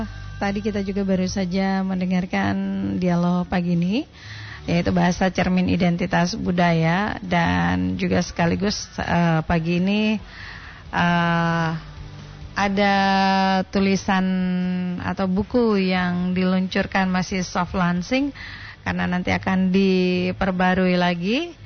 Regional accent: Gorontalo, Indonesia; Bukan berarti meninggalkan akar kita sebagai orang Gorontalo. Menguasai bahasa Gorontalo itu wajib aja ya.

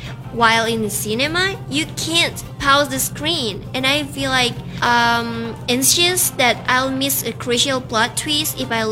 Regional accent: Ambon, Maluku, Indonesia; moved away; we have a cinema back in my hometown in Ambon

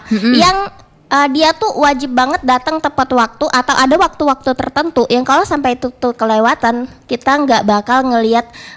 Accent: East Kalimantan, Indonesia; Atau aku juga di daerah aku itu tuh ada satu tempat wisata yang cukup terkenal namanya Gunung Es.

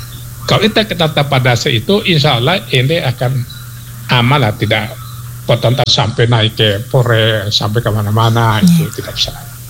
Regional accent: Ende, East Nusa Tenggara, Indonesia; Perkembangan zaman kita harus akomodir, tapi tidak boleh menghilangkan identitas kita sebagai orang Ende.

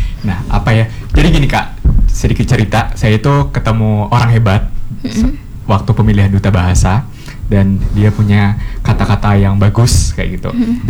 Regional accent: West Kalimantan, Indonesia; born there; Saya sebagai anak daerah ini

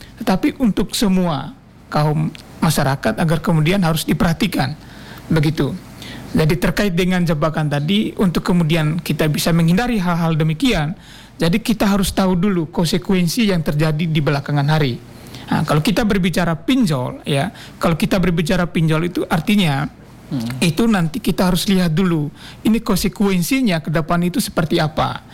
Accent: Nangaba, East Nusa Tenggara, Indonesia; now in Semarang, Indonesia; Saya asli ATN deh.

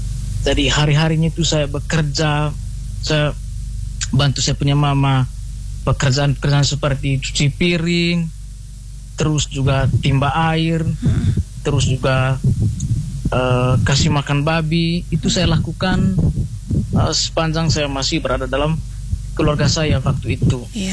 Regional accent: Flores, East Nusa Tenggara, Indonesia; moved away; Saya berasal dari Flores, Kabupaten Manggarai Timur. Tepatnya saya itu lahir di Lerang, Desa Gololoni, Kecamatan Ranamese.

